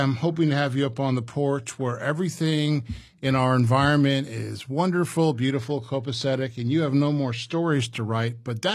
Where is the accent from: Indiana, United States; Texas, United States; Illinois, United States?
Indiana, United States; I grew up in Indiana like you did